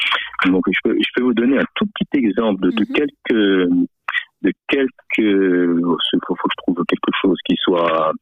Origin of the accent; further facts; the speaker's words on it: Auvergne-Rhône-Alpes, France; Alors moi, je suis pas du tout de la région. Hein. Je vis dans le Limousin et je suis originaire plutôt de l'Ain.